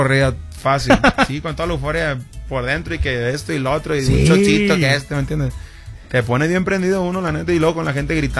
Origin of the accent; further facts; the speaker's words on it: Mexicali, Baja California, Mexico; Yo también soy de Mexicali.